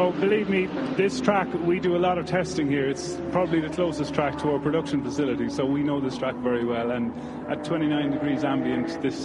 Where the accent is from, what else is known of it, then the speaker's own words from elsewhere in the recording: Cork, Munster, Ireland; moved away; I'm from Cork in the south of Ireland.